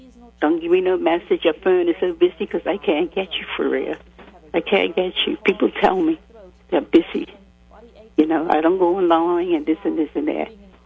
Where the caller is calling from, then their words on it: Devonshire, Bermuda; I'm calling from Devonshire.